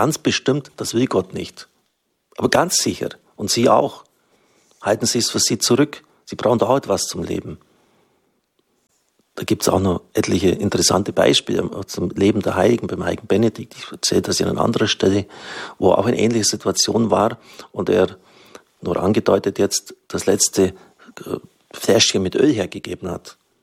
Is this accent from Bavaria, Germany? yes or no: no; Baden-Württemberg, Germany; born there; Ich bin ein geborener Schwabe.